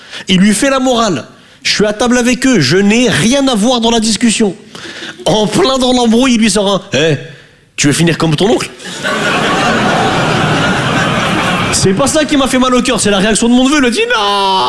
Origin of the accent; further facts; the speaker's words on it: North, France; now in Paris, France; Je viens du nord de la France.